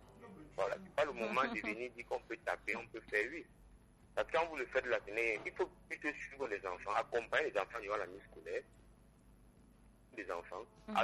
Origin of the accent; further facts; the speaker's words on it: Yaoundé, Centre, Cameroon; Moi je suis né à Yaoundé, grandi à Yaoundé. Yaoundé à l'époque c'était un peu un petit village.